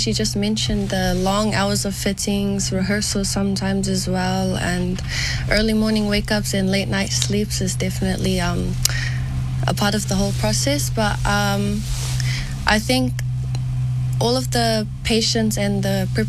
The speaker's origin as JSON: {"language": "English", "country": "New Zealand", "tie": "born there", "said": "I'm 18 years old and I was born in New Zealand, but we come from the villages, the islands of Aitutaki and Rarotonga."}